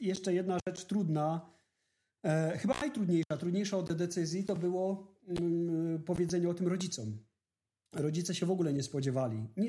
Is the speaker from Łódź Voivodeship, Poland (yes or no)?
no; Silesian Voivodeship, Poland; now in Norway; ja pochodzę ze Śląska